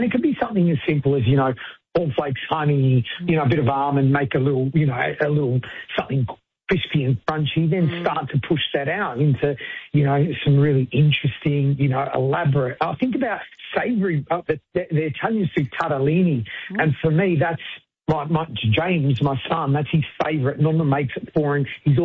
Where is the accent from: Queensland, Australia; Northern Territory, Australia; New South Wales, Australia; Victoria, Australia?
Victoria, Australia; Melbourne; born there; moved away; absolutely honoured to be back in my city, my birth city.